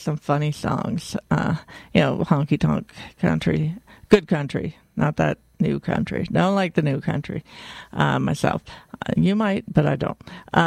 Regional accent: Ohio, United States; Other than I'm from Ohio, too. Not from Dayton.

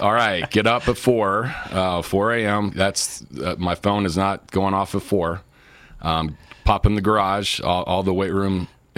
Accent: Las Cruces, New Mexico, United States; also born or lived in Arkansas / Texas; born and bred here in Las Cruces, New Mexico. Graduate Las Cruces High, 97, not to date myself.

